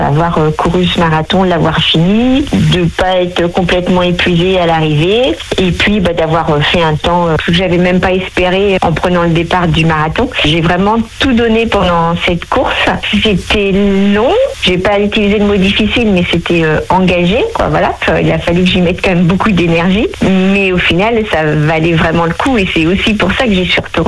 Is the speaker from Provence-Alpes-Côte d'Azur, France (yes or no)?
no; Pays de la Loire, France; born there; je suis une vraie sartoise, je suis née en Sarthe.